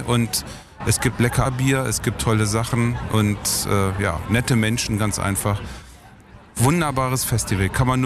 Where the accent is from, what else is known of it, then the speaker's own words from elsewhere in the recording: Hildesheim, Lower Saxony, Germany; gebürtiger Hildesheimer eigentlich nicht, aber auf jeden Fall in Hildesheim aufgewachsen, zur Schule gegangen